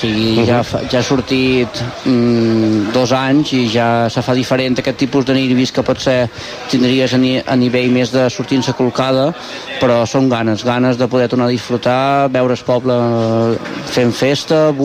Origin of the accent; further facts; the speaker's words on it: Sant Lluís, Balearic Islands, Spain; soc molt de, sempre ho dic, soc molt de Sant Lluís